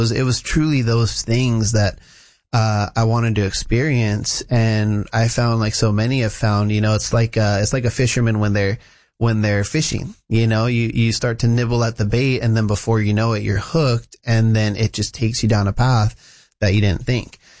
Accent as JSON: {"language": "English", "region": "California", "country": "United States", "tie": "born or raised there", "moved": "as an adult", "lives_now": "Portland, United States", "said": "So we grew up in Southern California. I've lived everywhere in Southern California. We've lived in Hacienda Heights, West Covina, Diamond Bar, all over the place, Glendora, you name it. I've lived there. But we last lived in Diamond Bar before moving up."}